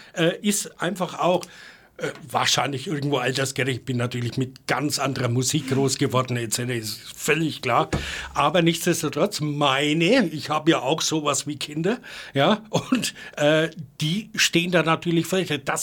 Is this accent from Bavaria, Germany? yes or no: yes; Fürth district, Bavaria, Germany; ich bin im Landkreis Fürth groß geworden